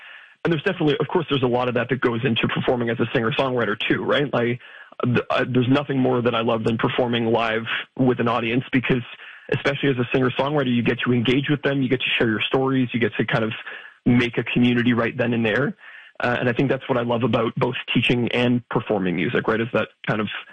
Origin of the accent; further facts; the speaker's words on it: Hamilton, Ontario, Canada; It sort of starts as like an exploration of how I'm feeling when I go back to Hamilton, Ontario, my hometown.